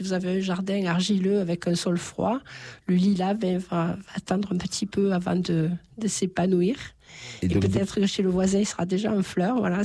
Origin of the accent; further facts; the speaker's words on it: Nîmes, Occitanie, France; je suis originaire de Nîmes, hein